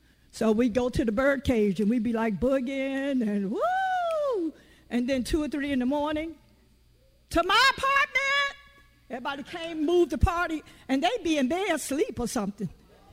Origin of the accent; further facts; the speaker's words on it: Virginia, United States; born there